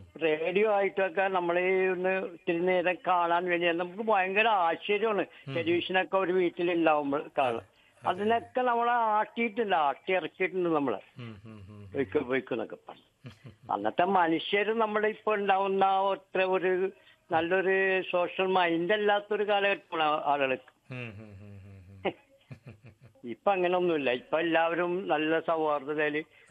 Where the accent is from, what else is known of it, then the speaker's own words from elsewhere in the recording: Kochi, Kerala, India; ഞാൻ മട്ടാഞ്ചേരി, ഞാൻ ജനിച്ച് വളർന്നത് മട്ടാഞ്ചേരി